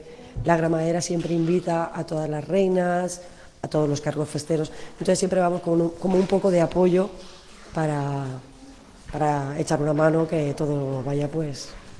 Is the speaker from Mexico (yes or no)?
no; El Campello, Valencian Community, Spain; moved away as an adult; Yo en realidad soy de Campello y me vine aquí a vivir hace 13 años